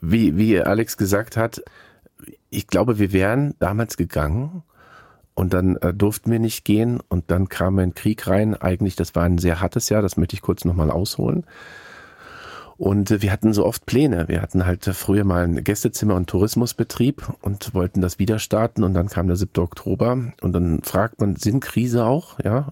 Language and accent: German; Germany; now in Israel; dass ihr als Deutsche, Nicht-Juden hier einfach bleibt.